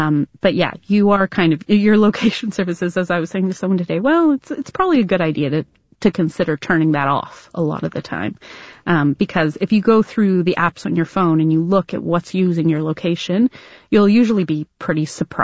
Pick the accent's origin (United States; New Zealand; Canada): Canada; I'm Canadian.